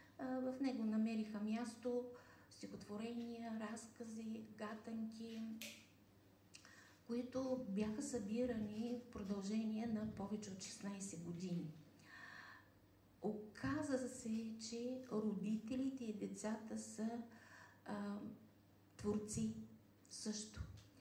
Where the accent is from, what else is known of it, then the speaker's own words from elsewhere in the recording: Burgas, Burgas Province, Bulgaria; съм от Бургас.